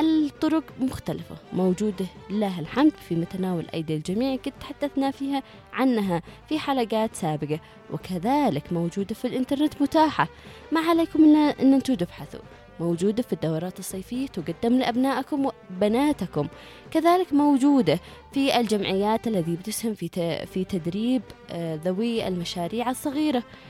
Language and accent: Arabic; Yemen